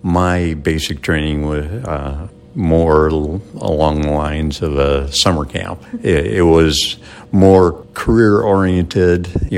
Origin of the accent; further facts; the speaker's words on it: Minnesota, United States; moved away as an adult; I was raised in Minnesota, and I went to pilot training.